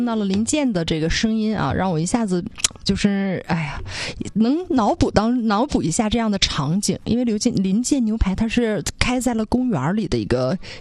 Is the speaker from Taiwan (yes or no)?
no; Jilin, China; born there; now in Changchun, China; 这都是我们小时候在松花湖畔能看着的那种氛围